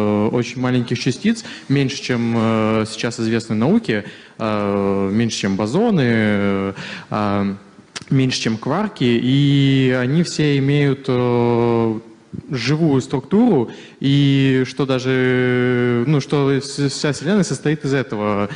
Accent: Lipetsk, Lipetsk Oblast, Russia; я из Липецка.

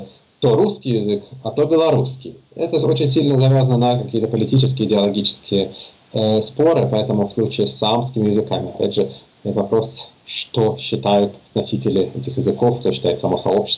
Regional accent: Serbia; first language Serbian; Russian is a second language; естественно, понимаю все, что говорится по-хорватски, по-боснийски, по-черногорски, да, считая при этом, что мой родной язык сербский.

